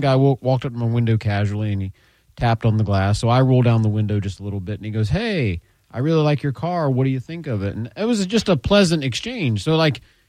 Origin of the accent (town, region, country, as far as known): Winter Haven, Florida, United States; born or raised there